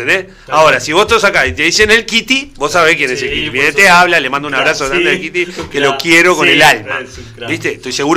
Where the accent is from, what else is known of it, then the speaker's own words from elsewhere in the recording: Montevideo, Uruguay; para quienes somos de Montevideo